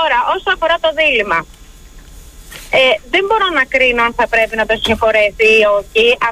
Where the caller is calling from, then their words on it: Varda, Western Greece, Greece; Τηλεφωνώ από Βάρδα.